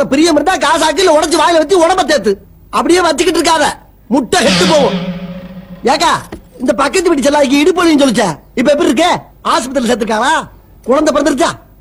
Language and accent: Tamil; Kanadukathan, Tamil Nadu, India; காரக்குடி பக்கத்துல காணாடு காத்தா.